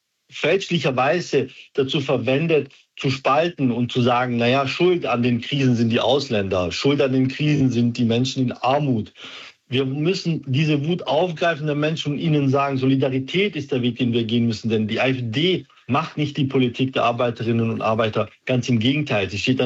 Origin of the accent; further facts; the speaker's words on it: Waiblingen, Baden-Württemberg, Germany; oder in meiner Heimatstadt Waiblingen, wo Bosch Beschäftigte ebenfalls das Werk geschlossen wird